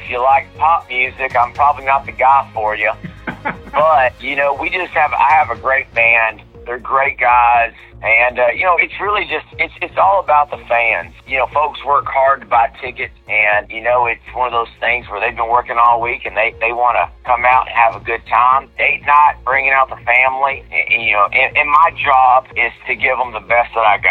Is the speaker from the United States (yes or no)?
yes; Amarillo, Texas, United States; I'm blessed that I have such a wonderful mom in Amarillo. My mom was a school teacher. My daddy's a disabled veteran, but he was also a custodian, so I cleaned a lot of toilets there in Amarillo